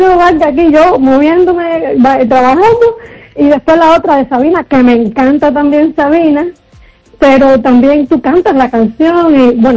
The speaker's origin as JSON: {"language": "Spanish", "country": "Cuba", "moved": "yes", "lives_now": "Spain", "said": "Yo recuerdo haber escrito con mi familia en las amistades después que me fui de Cuba, 30 años y pico de estar"}